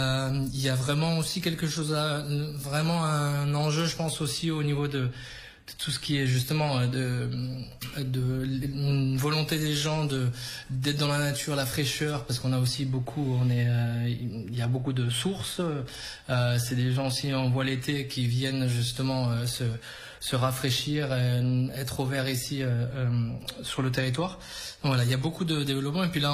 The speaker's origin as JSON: {"language": "French", "town": "Avignon", "region": "Provence-Alpes-Côte d'Azur", "country": "France", "tie": "born there", "lives_now": "Bédarieux, France"}